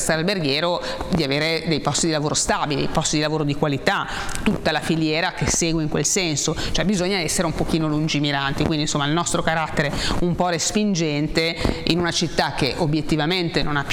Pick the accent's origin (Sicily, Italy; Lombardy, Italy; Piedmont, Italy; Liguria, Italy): Liguria, Italy; Genoa; da genovesi poi potremmo anche dire non li vogliamo, sono foresti